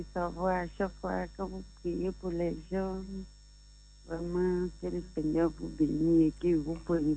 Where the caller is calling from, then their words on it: Abidjan, Côte d’Ivoire; De Plateau.